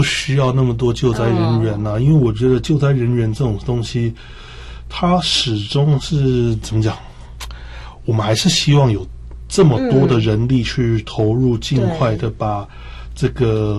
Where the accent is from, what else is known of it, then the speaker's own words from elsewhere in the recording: Taichung, Taiwan; 因为我台中人、哦、然后921那个我是亲身在那边摇